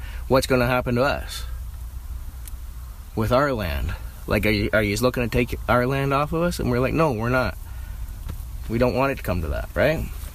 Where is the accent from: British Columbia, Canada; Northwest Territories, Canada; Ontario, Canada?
Ontario, Canada; Toronto; I didn't grow up there. I grew up in Scarborough, but a lot of my family there have born there, raised there